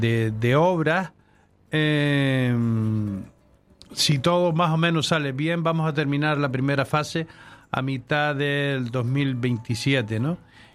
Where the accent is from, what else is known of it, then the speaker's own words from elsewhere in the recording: Canary Islands, Spain; somos gente que somos de Galdar, de Las Palmas, de Telde, de Valsequillo, de Aruca.